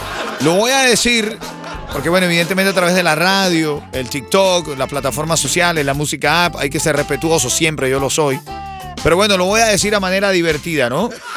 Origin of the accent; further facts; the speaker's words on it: Venezuela; en mi país, Venezuela